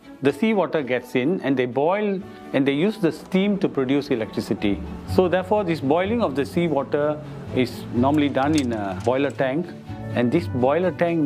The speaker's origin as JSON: {"language": "English", "country": "Singapore", "tie": "born or raised there", "said": "I grew up in Pasir Panjang Power Station. My father was working in a power station. He was a boiler cleaner."}